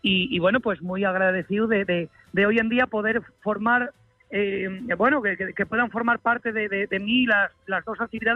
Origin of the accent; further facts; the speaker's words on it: Pola de Lena, Asturias, Spain; el taxista coplero de Pola de Elena de Asturias, la Puerta de Asturias y el mi pueblo natal.